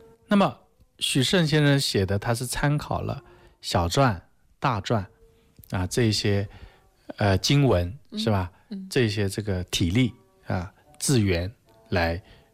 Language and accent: Chinese; China; 那我们中国人难道不可以从我们的经典当中、从我们的文字当中找到这种根源吗？